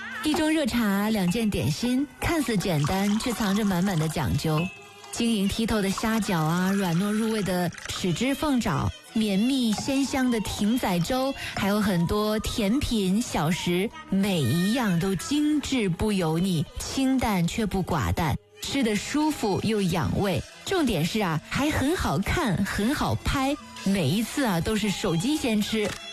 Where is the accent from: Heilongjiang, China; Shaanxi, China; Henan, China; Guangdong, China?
Heilongjiang, China; Harbin; 作为一个哈尔滨人，打小就偏爱东北菜